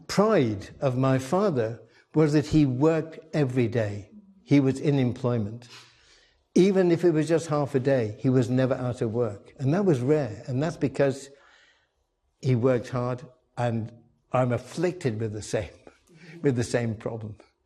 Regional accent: Midlands, United Kingdom; I grew up in the Midlands, in the industrial part of Britain, England. My father was an electrician. He began his career, his life working in the coal mines where he learned the trade.

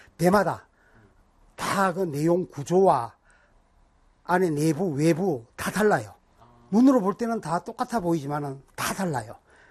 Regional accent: Tongyeong, South Gyeongsang, South Korea; moved away as an adult; now in Geoje, South Korea; 난 원래 태어난 고향은 통영, 옛날에 우리 시대 때는 충무였지.

